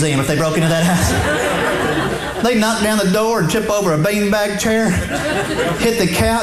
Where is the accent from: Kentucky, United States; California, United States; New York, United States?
Kentucky, United States; Lexington; also born or lived in Ohio; I grew up just outside of Lexington, and then I moved to Ohio for a while, and then I broke a tooth and bought a truck, and I had to move all the way down to Tennessee.